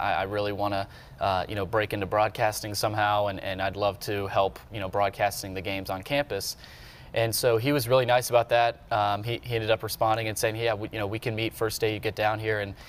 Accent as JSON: {"language": "English", "town": "Nashville", "region": "Tennessee", "country": "United States", "moved": "as an adult", "lives_now": "Ave Maria, United States", "said": "I'm originally from Nashville, and you know, you're probably surprised to see me down here."}